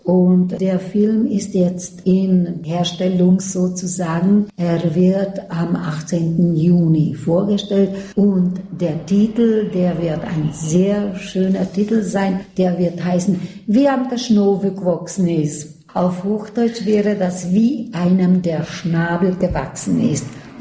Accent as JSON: {"language": "German", "town": "Pilisszentiván", "region": "Pest", "country": "Hungary", "accent": "St. Ivaner Mundart (southern Bavarian Danube Swabian dialect)"}